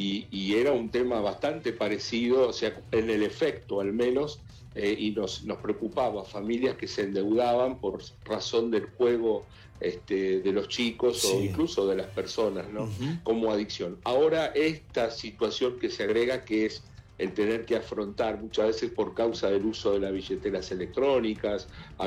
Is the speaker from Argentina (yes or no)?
yes; Argentina; de nuestra vida como argentinos